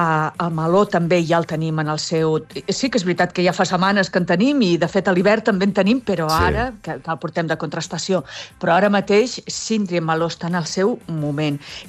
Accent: Terrassa, Catalonia, Spain; Jo sóc de Terrassa.

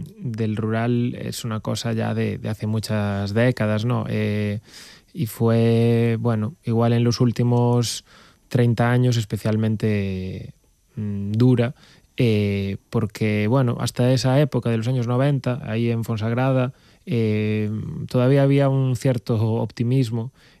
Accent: Baio, Galicia, Spain; yo soy de un pueblo que es Baio, la Costa da Morte, en la otra punta de Galicia

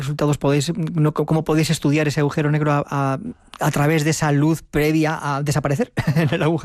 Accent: Castilla-La Mancha, Spain; tenemos como La Mancha, que por ejemplo mi tierra, eso que se ven los cielos de maravilla

